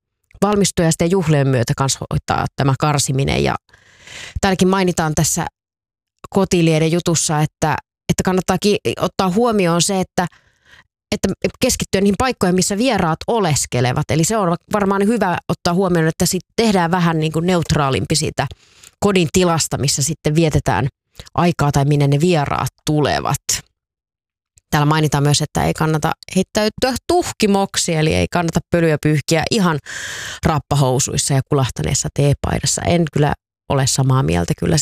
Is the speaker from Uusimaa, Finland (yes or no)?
no; Tampere, Pirkanmaa, Finland; born or raised there